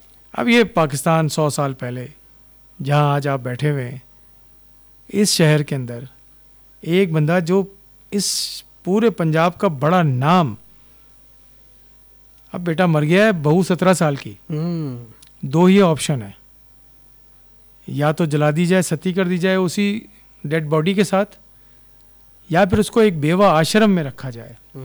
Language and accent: Urdu; Pakistan; جو ہم پاکستانی ہیں نا قوم